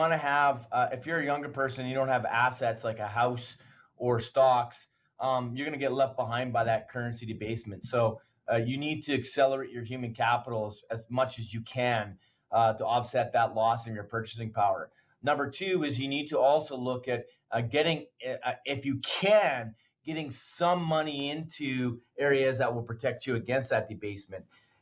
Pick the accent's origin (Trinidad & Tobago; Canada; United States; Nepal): Canada; Sturgeon County, Alberta; up in Sturgeon County, where I grew up in Northern Alberta